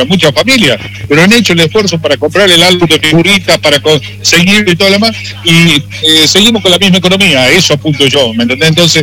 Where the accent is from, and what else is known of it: Argentina